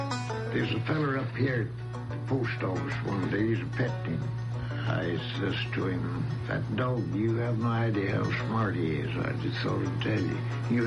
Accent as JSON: {"language": "English", "region": "Texas", "country": "United States", "tie": "born there", "moved": "as an adult", "lives_now": "California, United States"}